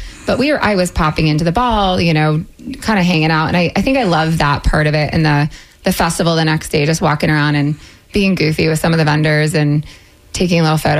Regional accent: Maryland, United States; also born or lived in Philadelphia, United States; So I grew up in Maryland, but I lived outside of Philly for about a decade

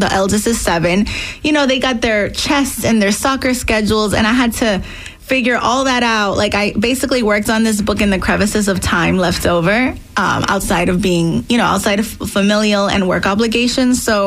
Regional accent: New York City, New York, United States; I was born in Brooklyn, New York, in a very Dominican neighborhood in the 90s

